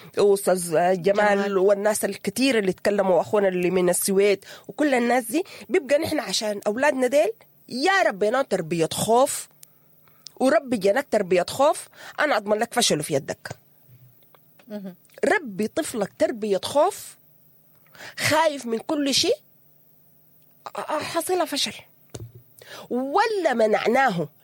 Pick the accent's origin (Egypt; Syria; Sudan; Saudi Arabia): Sudan; نحن سودانيين